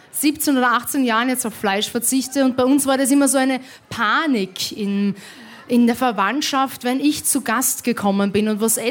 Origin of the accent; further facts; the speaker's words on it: Austria; wir in Österreich, wir haben die beste Küche.